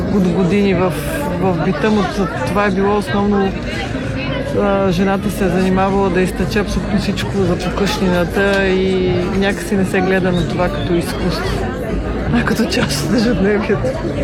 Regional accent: Sofia, Sofia City, Bulgaria; родом съм от София

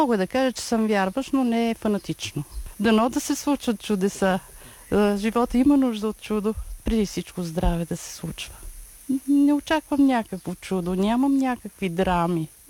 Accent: Botevgrad, Sofia Province, Bulgaria; Идвам от Ботевград … беше ми интересно за живота на преподобна Стойна

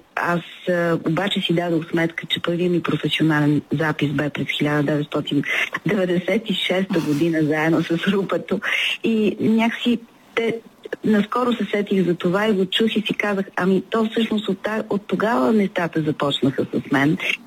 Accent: Plovdiv, Plovdiv Province, Bulgaria; moved away as an adult; защото аз съм пловдивчанка и заминах да уча в Софийския университет в София

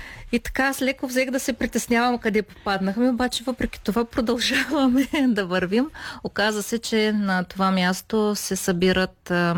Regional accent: Shumen, Shumen Province, Bulgaria; аз съм родена в Шумен, израснала съм тук.

